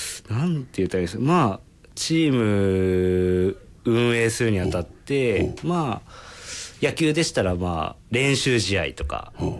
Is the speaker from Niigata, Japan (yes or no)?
no; Chiba, Japan; moved away as an adult; now in Miki, Japan; 千葉県です。